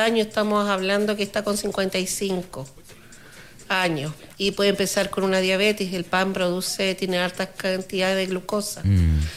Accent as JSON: {"language": "Spanish", "country": "Chile", "said": "Y uno, como buen chileno..."}